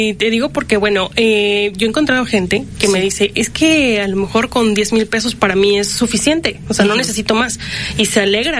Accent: Ángel R. Cabada, Veracruz, Mexico; Y bueno, tenemos otra oficina en Ángel R. Cavada, Veracruz, en la zona de los Tuxtlas. Uh-huh. Soy originaria de allá.

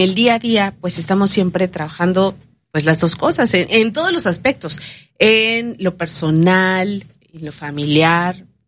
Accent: Mexico; como decimos aquí en México, tiras la toalla antes de tiempo, ¿no?

